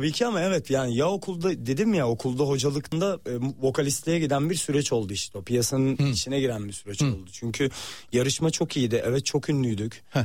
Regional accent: Gölcük, Kocaeli, Turkey; da Gölcüklü'dür, benim memleketim.

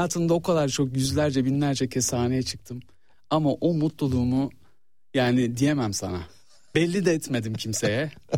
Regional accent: Istanbul, Turkey; born there; Tabii İstanbul, Üsküdar doğumluyum ben.

